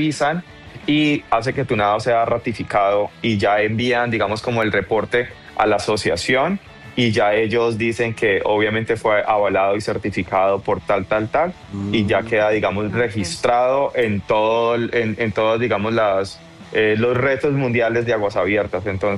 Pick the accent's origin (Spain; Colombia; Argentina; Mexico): Colombia; Bueno, en este momento yo estoy representando a Colombia, porque pues soy nadador colombiano.